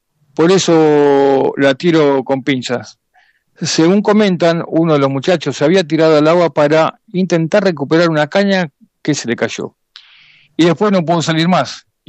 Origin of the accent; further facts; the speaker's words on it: Santiago del Estero, Argentina; now in Buenos Aires, Argentina; nací y me crié en Santiago del Estero